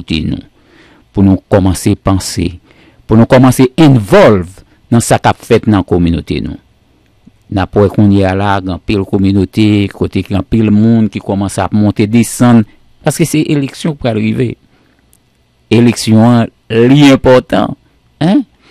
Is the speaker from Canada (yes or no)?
no; Haiti; nous même nous taillé en tant que communauté en tant que haïtien pas vrai